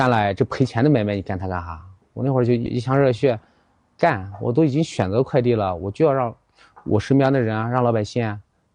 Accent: Urumqi County, Xinjiang, China; 我是土生土长的乌鲁木齐县人

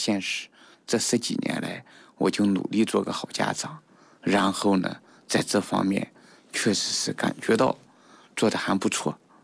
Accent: China; 我们中国人

